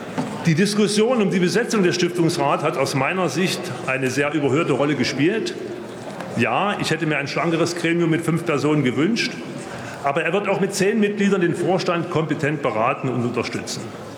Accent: Leipzig, Saxony, Germany; als stolzer Leipziger

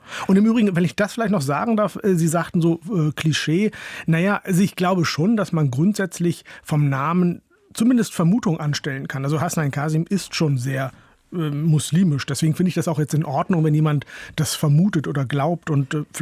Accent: Hollern-Twielenfleth, Lower Saxony, Germany; now in Vienna, Austria; Ich bin ja in Deutschland geboren und aufgewachsen, aber es geht dann, letztlich wird so getan, als sei ich auch nicht von hier. Dann heißt es, geh doch dahin zurück, wo du herkommst und so weiter. Tatsächlich komme ich aus Holland-Schwielen, fliehe aus einem Dorf in Norddeutschland

